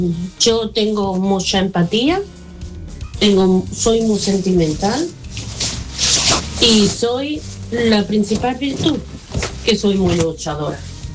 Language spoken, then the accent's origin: Spanish; Seville, Andalusia, Spain; Buenos días … de Sevilla.